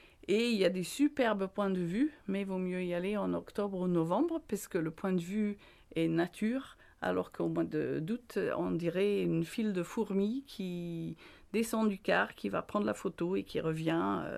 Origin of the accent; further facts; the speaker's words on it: Grangemouth, Scotland, United Kingdom; French is a second language; also born or lived in Edinburgh; Je suis née à Édimbourg, j'ai fait mes études à Glasgow. J'ai grandi entre les deux dans une ville qui s'appelle Grangemouth